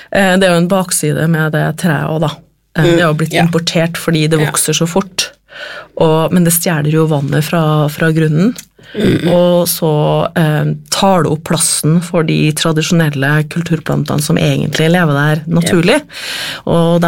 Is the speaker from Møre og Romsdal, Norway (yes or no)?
no; Trondheim, Trøndelag, Norway; Vi jo så heldige her i Norge, vi har jo, jeg mener, når jeg vokste opp i Trondheim, så var det Kina-restauranten, og så var det Peppespizza.